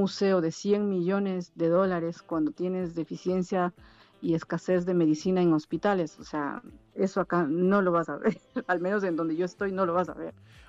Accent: Ecuador; now in Canary Islands, Spain; soy española, soy ecuatoriana con papeles en regla. Yo sigo siendo ecuatoriana, no ha cambiado ni mi identidad ni mis raíces.

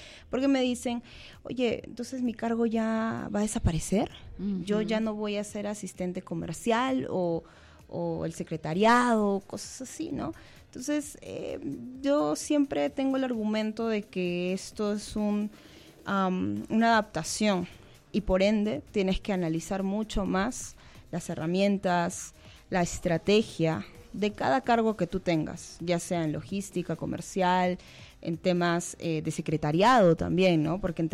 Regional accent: Lima, Peru; la altura me coge bastante porque yo vengo de Lima, ¿no?

